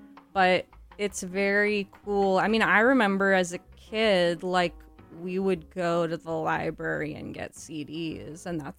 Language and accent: English; Newton, Massachusetts, United States; moved away as an adult; now in California, United States; But I'm from Newton.